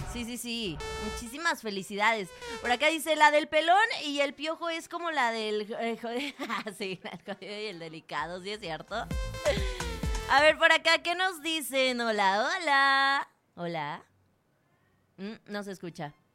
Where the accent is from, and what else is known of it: Mexico